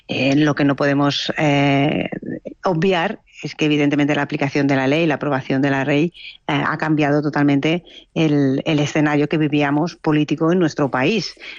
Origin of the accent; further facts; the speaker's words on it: Catalonia, Spain; yo además como catalana, que lo he vivido en primera persona